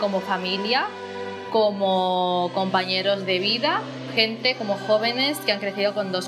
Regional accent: Philippines; no solamente es un grupo de jóvenes filipinos que tienen las mismas singularidades que yo, que son filipinos

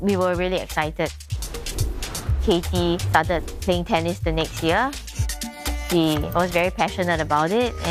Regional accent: Singapore; I'm Singaporean.

